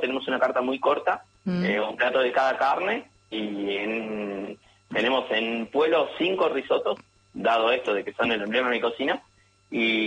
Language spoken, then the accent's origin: Spanish; General Rodríguez, Buenos Aires Province, Argentina; yo me crié en General Rodríguez, provincia de Buenos Aires, y ella en San Isidro.